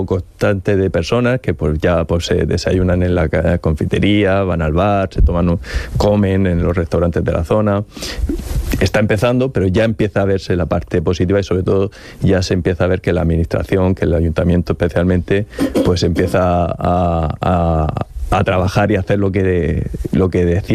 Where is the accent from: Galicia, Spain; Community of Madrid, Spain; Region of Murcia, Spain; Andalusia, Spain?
Region of Murcia, Spain; Monteagudo; y yo soy de allí, de Monteagudo, soy del pueblecito de La Cueva